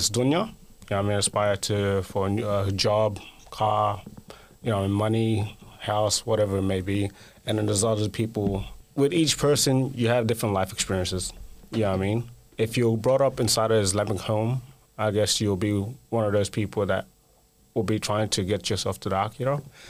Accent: Guinea; now in Australia; So I'm from Guinea, West Africa.

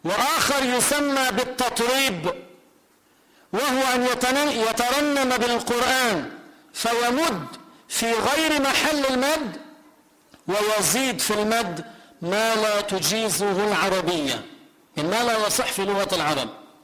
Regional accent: Lebanon; مثل ما عندنا بلبنان

